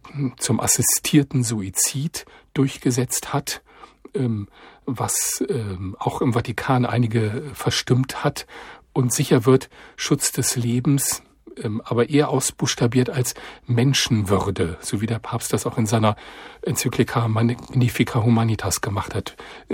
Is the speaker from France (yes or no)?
yes; France; Da habe ich auf einmal gemerkt, das macht was mit mir als Franzose aus einem katholischen Land.